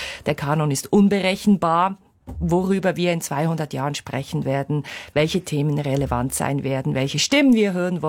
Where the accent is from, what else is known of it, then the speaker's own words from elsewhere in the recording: Bern, Switzerland; Ich bin eine Bernerin